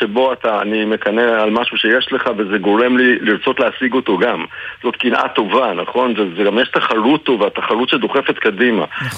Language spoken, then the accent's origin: Hebrew; Jerusalem, Jerusalem District, Israel; אני גדלתי בירושלים והייתי בא עם זוג נעליים פעם בשנה, נעליים חדשות שקנו לכל ילד, אז הירושלמים היו עושים תתחדש ודורכים לך על הנעליים החדשות